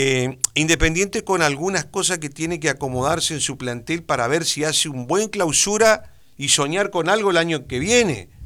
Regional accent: Argentina; Para mí, en lo personal y como argentino

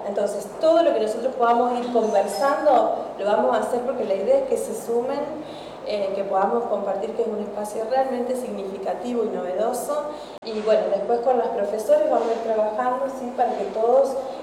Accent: Santa Fe, Argentina; lo que tenemos como santafesinos

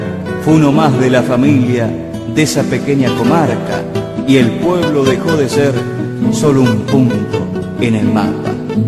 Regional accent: Argentina; perdón como argentino, me avergüenza y me da rabia porque lo abandonamos cuando más nos precisaba. y gracias por lo que fue y lo que hizo por mi patria

